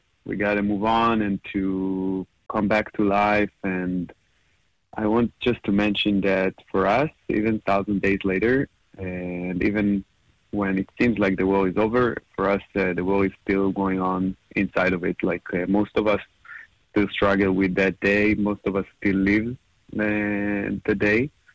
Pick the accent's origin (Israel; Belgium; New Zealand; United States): Israel; Holon, Tel Aviv District; English is a second language; asked me to come to share my own story in front of his co-friends to the club that he goes in Holon, my hometown.